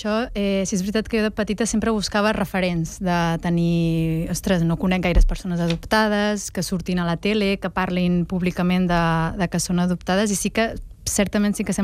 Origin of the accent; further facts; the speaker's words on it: Reus, Catalonia, Spain; moved away as an adult; now in Barcelona, Spain; jo soc de Reus, el sortir de Reus, venir cap a Barcelona i viatjar